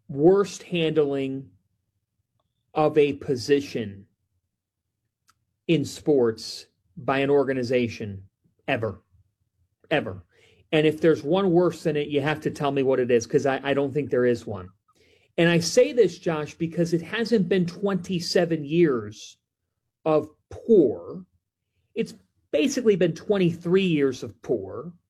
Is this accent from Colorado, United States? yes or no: no; Cleveland, Ohio, United States; I'm from Cleveland